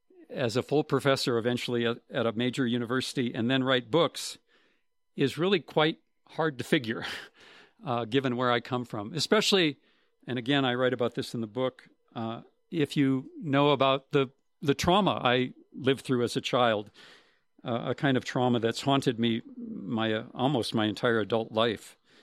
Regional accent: North Dakota, United States; I grew up in North Dakota.

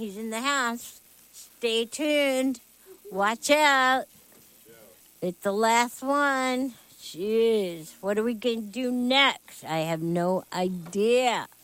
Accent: Florida, United States; growing up in Florida was weird

